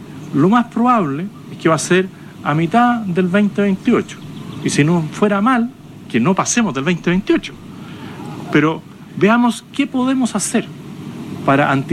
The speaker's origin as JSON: {"language": "Spanish", "country": "Chile"}